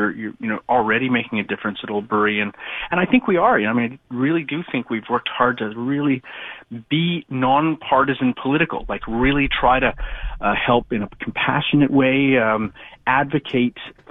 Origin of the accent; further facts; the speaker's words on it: Beaconsfield, Quebec, Canada; also born or lived in LaSalle / Verdun; I'm a West End kid. I'm from Beaconsfield via LaSalle and Verdun, but my parents live in Hudson and have for like 30 years.